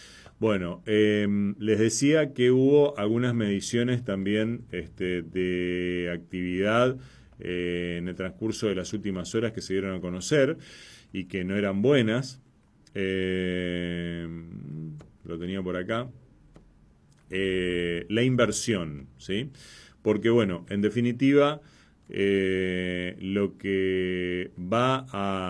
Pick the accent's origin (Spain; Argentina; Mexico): Argentina